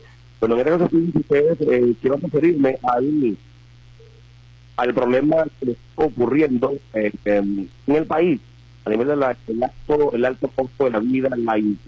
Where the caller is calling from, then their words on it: Biruaca, Apure, Venezuela; Por acá le comunica … directamente desde Viruaca, estado Apure